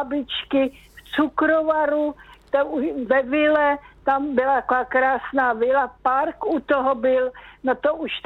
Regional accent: Přelouč, Pardubice Region, Czechia; Já jsem byla z Přelouče, nikdy jsme žádný prázdniny, to byla válka

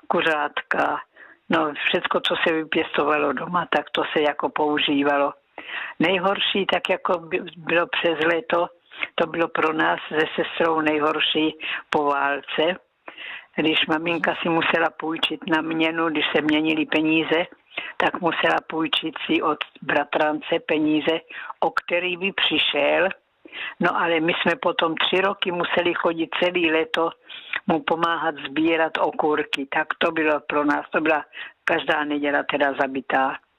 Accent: Násedlovice, South Moravian Region, Czechia; To jsme chodili do kostela, já pocházím z Následovic a přes pole jsme chodili do Klobouk do Brna. U Brna, teda Klobouky u Brna, tam jsme chodili do kostela.

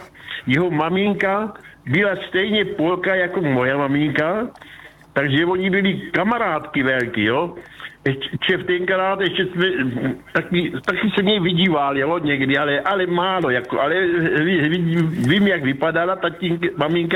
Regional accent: Olbramovice, South Moravian Region, Czechia; born there; tak já jsem se narodil v Olbramovicích u Moravského Klumova. To nejsou ty Olbramovice někde u Benešova, tady u Moravského Klumova.

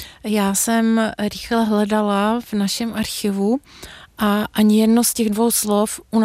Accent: Jindřichův Hradec, South Bohemian Region, Czechia; Já pocházím z Jindřichova Hradce a pro mě to slovo je, řekněme, mám ho ve své slovní zásobě.

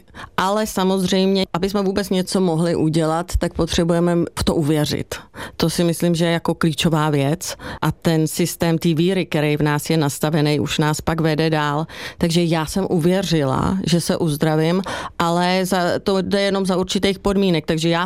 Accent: Bohemia, Czechia; born there; jsem se narodila jako v Čechách

